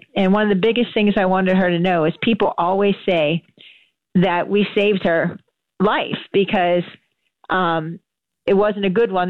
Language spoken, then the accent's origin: English; the North, United States; now in Lowcountry, South Carolina, United States; I am from the North originally, and we're much faster up there.